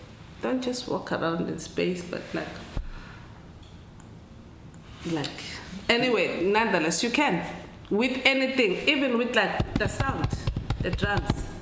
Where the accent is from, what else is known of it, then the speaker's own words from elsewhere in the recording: South Africa; first language Zulu; English is a second language; I have to transfer it into my mother tongue, which is Zulu, before I get back to you